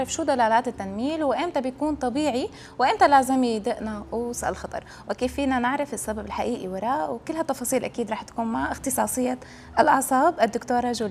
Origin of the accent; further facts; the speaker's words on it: Syria; عندنا بسوريا